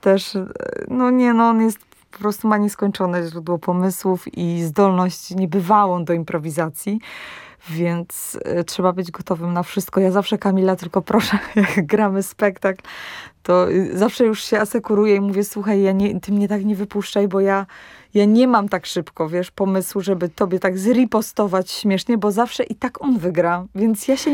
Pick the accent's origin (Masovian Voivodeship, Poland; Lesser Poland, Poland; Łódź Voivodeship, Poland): Łódź Voivodeship, Poland; Łódź; jestem z Jaracza, jestem stąd.